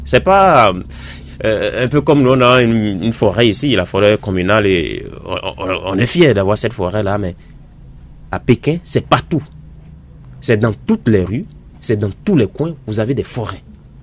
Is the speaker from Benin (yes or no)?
yes; Benin; Nous, en tant que Béninois